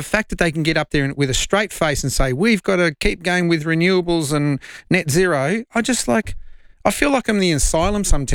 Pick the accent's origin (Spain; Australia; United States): Australia; And I thank him very much as an Australian citizen.